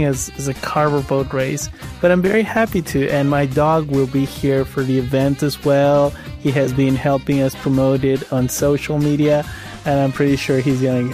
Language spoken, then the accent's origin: English; Ecuador; moved away; I'm from Ecuador